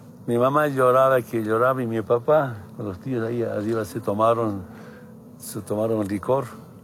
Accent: Altiplano, Bolivia; Es la casita donde yo nací, un 26 de octubre de 1959. Y acá nunca se conocía ducha, ni baño, nada, no conocían. El gran problema de todo el altiplano boliviano es la sequía, la helada.

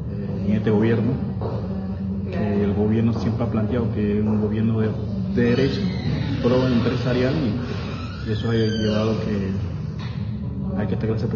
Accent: Azuero, Panama; Vengo de la de provincia central, en lo que es el centro de Panamá.

